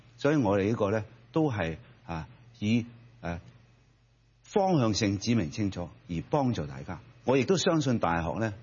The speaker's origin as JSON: {"language": "Cantonese", "country": "Hong Kong"}